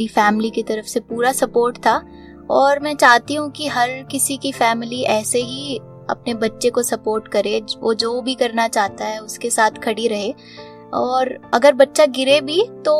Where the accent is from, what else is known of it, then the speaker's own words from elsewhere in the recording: Ambala, Haryana, India; moved away as an adult; And मैं अंबाला से belong करती हूँ। मैंने स्कूलिंग अपनी अंबाला डीसी मॉडल स्कूल से की है